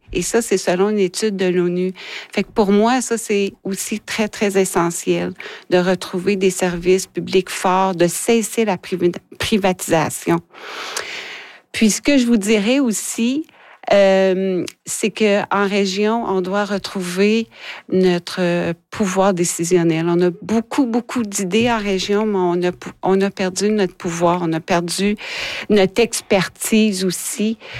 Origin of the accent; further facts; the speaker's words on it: Ottawa, Ontario, Canada; moved away as an adult; now in Laverlochère-Angliers (Témiscamingue), Canada; Mais en fait, moi, je suis d'Ottawa. Je suis arrivée ici à l'âge de 24 ans. Donc, je suis arrivée en 94. Ça fait 33 ans que je suis à la Tulipe.